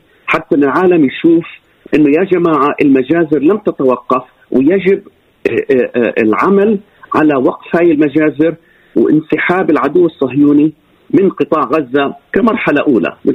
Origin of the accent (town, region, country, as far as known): Palestine